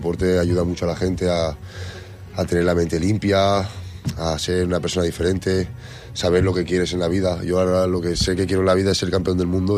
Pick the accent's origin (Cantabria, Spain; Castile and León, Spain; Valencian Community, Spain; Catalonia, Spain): Valencian Community, Spain; Ondara; Yo soy de Ondara, vengo de un pueblecito pequeño de ahí, al lado de Denia, y por